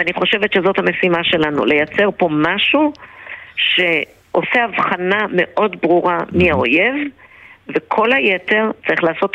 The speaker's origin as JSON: {"language": "Hebrew", "town": "Beit Shemesh", "region": "Jerusalem District", "country": "Israel", "said": "אני שבאה מבית שמש ונמצאת בקריית שמונה"}